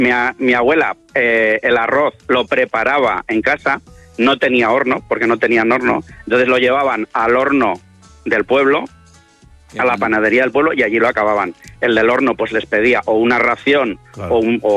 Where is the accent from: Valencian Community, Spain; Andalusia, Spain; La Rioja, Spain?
Valencian Community, Spain; Valencia; A ver, David, Jorge, soy de Valencia.